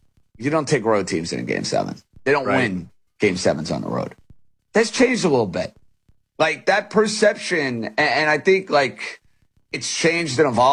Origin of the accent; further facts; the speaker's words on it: New York, United States; Am I being irrational here as the New Yorker in the room